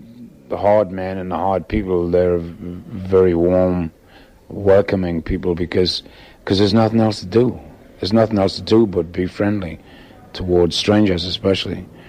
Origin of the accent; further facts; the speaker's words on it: Newcastle upon Tyne, North East England, United Kingdom; moved away; I have really fond memories of my hometown and my relatives, especially my grandparents. And it was a great place to grow, a great town to grow up in.